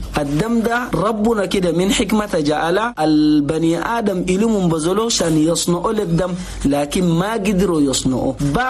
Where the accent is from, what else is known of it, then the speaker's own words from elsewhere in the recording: Chad; نقول لأخواننا المواطنين جميعا في بلدنا تشاد صحيح أنين قاعدين نواجه مشكلة.